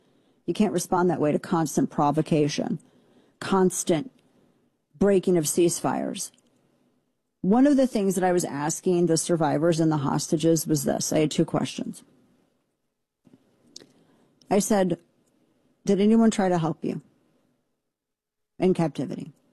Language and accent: English; United States; as an American